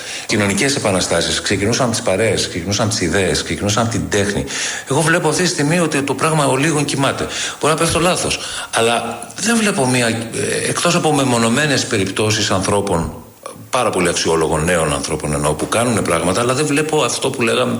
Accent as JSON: {"language": "Greek", "country": "Greece"}